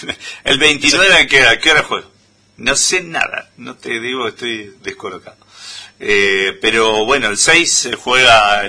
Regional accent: Argentina; Como somos los argentinos, ¿no? Consumidores, fanáticos.

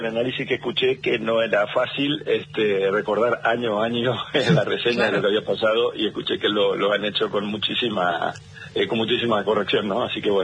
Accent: Argentina; nos merecemos como argentino un régimen penal juvenil

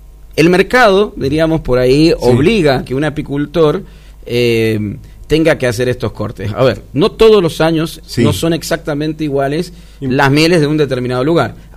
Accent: Mendoza, Argentina; como somos mendocinos, conocemos, sí, bien el mundo del vino.

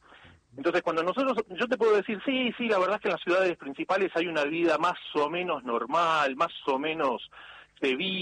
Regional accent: Argentina; somos argentinos descendientes de ucranianos, la gran mayoría, no somos ucranianos.

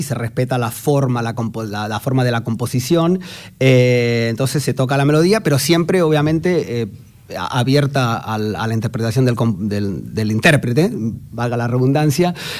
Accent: Buenos Aires, Argentina; moved away as an adult; also born or lived in New York; Buenos Aires, capital.

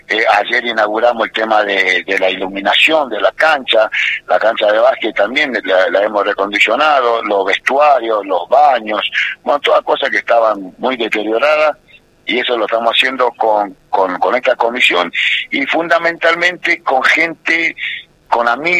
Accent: Campamento Vespucio, Salta, Argentina; moved away as an adult; also born or lived in southern Argentina; Yo soy nacido y criado acá, por cosa de la vida, me tuve que ir al sur, trabajé allá en el sur, y bueno, quizá decidí venirme a vivir acá, y cuando vuelvo a mi pueblo, que siempre estuvo en mi corazón acá

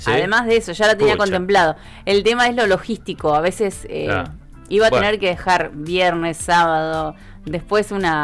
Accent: Argentina

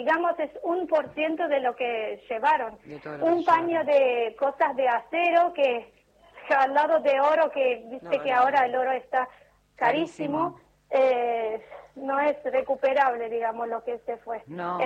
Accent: Armenia; now in Argentina; Yo soy armenia.

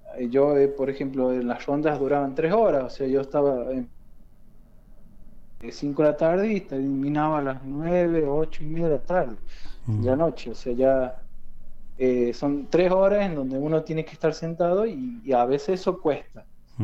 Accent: La Rioja, Argentina; moved away; de donde yo soy, que de La Rioja

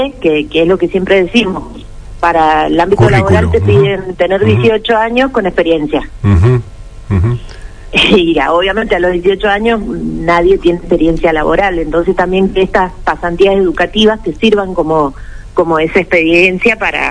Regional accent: General Alvear, Mendoza, Argentina; Yo soy nacida en General Alvear. Uh-huh. Fui a una escuela técnica de allá de Alvear

